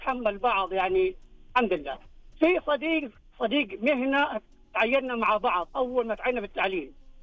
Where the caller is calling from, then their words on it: Jeddah, Makkah Province, Saudi Arabia; أنا بتكلم من جدة،